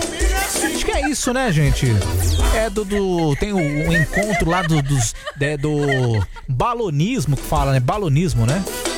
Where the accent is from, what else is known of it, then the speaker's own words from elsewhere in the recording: Sorocaba, São Paulo, Brazil; Eu sou de Sorocaba, né?